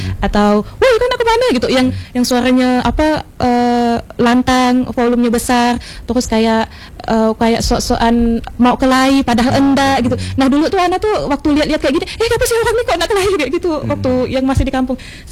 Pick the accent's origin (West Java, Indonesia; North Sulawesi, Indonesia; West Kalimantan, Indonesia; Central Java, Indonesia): West Kalimantan, Indonesia; Sambas; Saya Sambas, Bang.